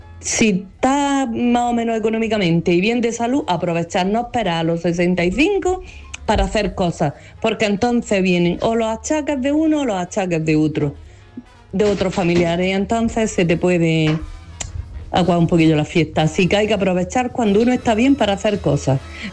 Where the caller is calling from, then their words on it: Granada, Andalusia, Spain; Buenos días, Canal Sur … de Granada.